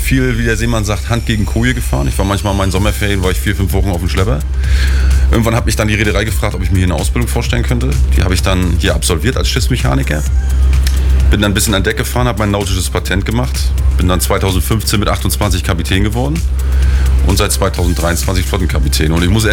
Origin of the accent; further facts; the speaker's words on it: Rostock, Mecklenburg-Vorpommern, Germany; Also Rostock ist noch mein Geburtsort. Ich habe dort als Kind schon mit 8 Jahren Seesport gemacht.